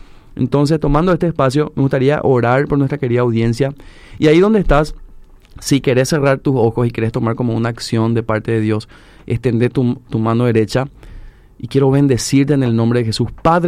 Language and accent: Spanish; Paraguay; Es algo que tenemos que hacer todos como ciudadanos paraguayos en este caso.